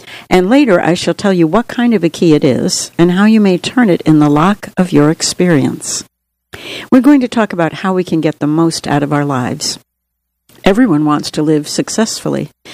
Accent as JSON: {"language": "English", "country": "Namibia", "tie": "born or raised there", "said": "Growing up in Namibia, I witnessed strong communities rising despite hardship."}